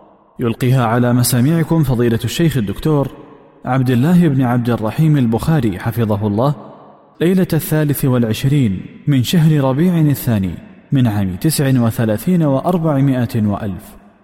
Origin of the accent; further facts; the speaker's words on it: Libya